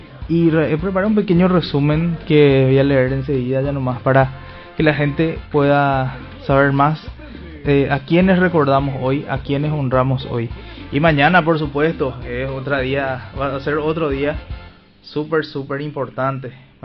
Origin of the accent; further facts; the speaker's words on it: Paraguay; Entonces es una fecha muy importante para nosotros como paraguayos.